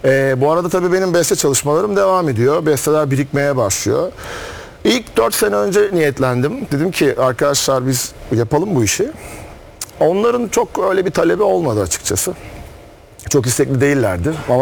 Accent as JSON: {"language": "Turkish", "town": "Biga", "region": "Çanakkale", "country": "Turkey", "tie": "born there", "said": "Ben Çanakkale Biga doğumluyum. Biga'da o zamanlar gitar alınacak bir mağaza falan yok."}